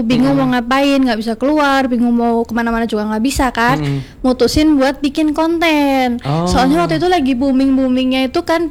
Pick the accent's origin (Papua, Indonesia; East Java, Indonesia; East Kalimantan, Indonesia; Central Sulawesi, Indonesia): East Java, Indonesia; Malang; moved away as an adult; now in Pontianak, Indonesia; waktu aku itu pindah ke Pontianak. Jadi kebetulan asalnya aku tuh dari kota Malang. Aku tuh orang Jawa asli, Jawa.